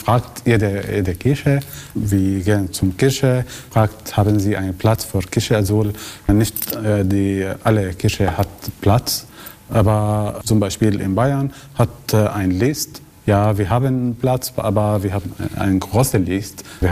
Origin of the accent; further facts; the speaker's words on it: Syria; German is a second language; now in Germany; dass wenn ich gehe zurück nach Ungarn vielleicht schickt mir nach meiner Heimat, nach Syrien.